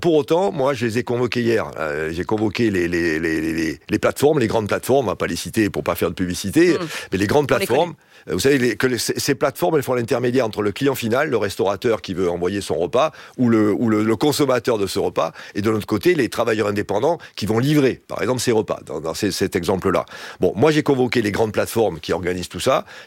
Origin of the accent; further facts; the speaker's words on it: South-West France, France; Moi, je suis originaire du Sud-Ouest. Je peux vous dire que 30 degrés, on connaît ça par cœur à Pau, à Tarbes ou à Bayonne.